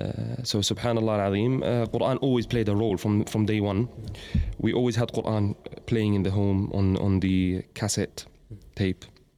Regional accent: Jordan; moved away; also born or lived in Morocco; So he decided to look for another place, even though we are from Jordan originally.

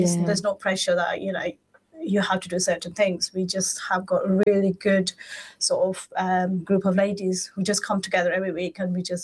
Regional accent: Luton, East of England, United Kingdom; And growing up in Luton

